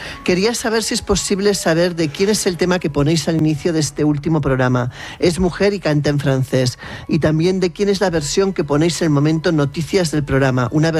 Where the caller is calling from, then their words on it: Barcelona, Catalonia, Spain; de Barcelona